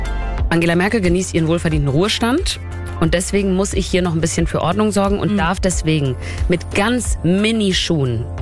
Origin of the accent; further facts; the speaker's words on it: Berlin, Germany; Also ich wohne in Berlin, ich komme aus Berlin.